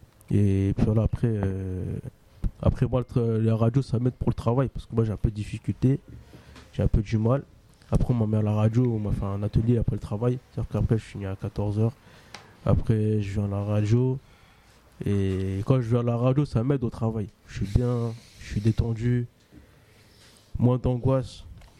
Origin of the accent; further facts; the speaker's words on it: Montreuil, Île-de-France, France; born there; 93 ans. Je suis né à Montreuil.